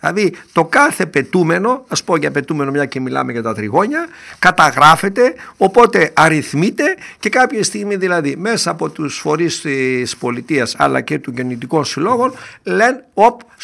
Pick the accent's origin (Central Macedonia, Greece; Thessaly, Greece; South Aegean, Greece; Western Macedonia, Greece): Central Macedonia, Greece; Doirani; Όταν ήμασταν μικροί εκεί στο χωριό μου στη Δοϊράνη